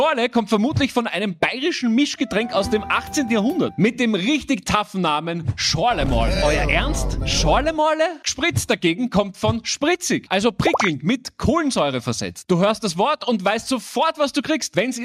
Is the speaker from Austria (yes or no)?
yes; Austria